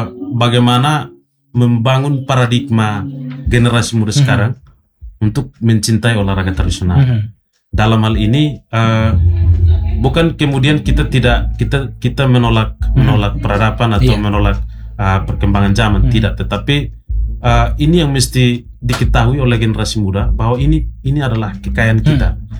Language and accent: Indonesian; East Nusa Tenggara, Indonesia; ciri khas kita orang TTU